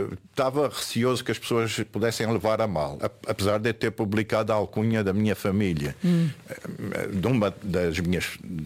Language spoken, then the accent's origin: Portuguese; Portugal; born there; da minha terra, portanto, da relva, okay, da freguesia onde eu nasci.